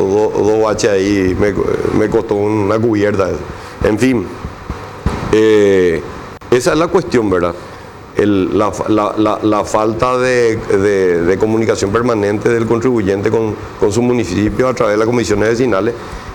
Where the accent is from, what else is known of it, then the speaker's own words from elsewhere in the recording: Asunción, Paraguay; Yo soy de Trinidad